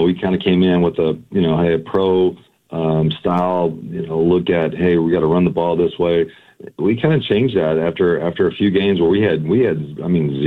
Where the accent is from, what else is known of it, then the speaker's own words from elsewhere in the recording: Louisville, Kentucky, United States; So I grew up in Louisville, so if I win or I lose, I'm still gonna live in that city.